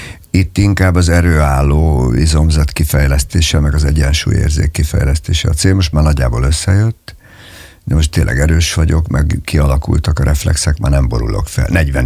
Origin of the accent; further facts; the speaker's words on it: Lake Balaton, Hungary; egy hatalmas angol parkban nőttem föl, két kastélyban, aminek az egyik vége a Balaton volt.